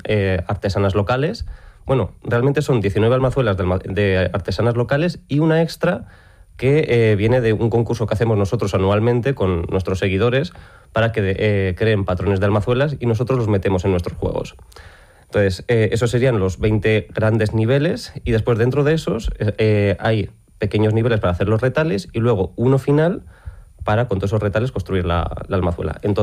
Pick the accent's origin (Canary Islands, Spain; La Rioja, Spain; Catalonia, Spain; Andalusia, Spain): La Rioja, Spain; Ortigosa de Cameros; yo nací en Cameros, yo me he criado en Peña los Cintos, en la aldea de Ortigosa